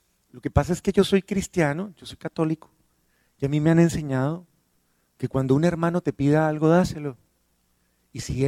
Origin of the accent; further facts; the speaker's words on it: Bogotá, Colombia; moved away; en Bogotá, en mi tierra